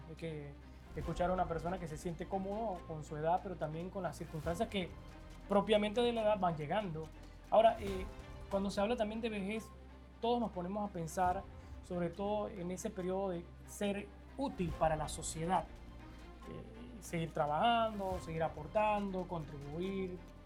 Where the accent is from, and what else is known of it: Panama